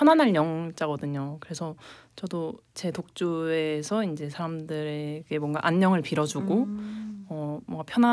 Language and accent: Korean; Namwon, North Jeolla, South Korea; also born or lived in Jeonju; now in Gwangju, South Korea; 제가 어쨌든 남원에서 자라서 네. 전주에서 고등학교를 나오고 대학교를 지금 광주로 왔는데